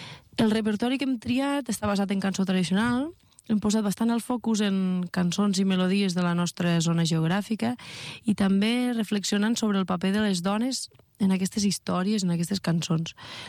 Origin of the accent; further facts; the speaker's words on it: Catalonia, Spain; Som tres noies de la Plana de Lleida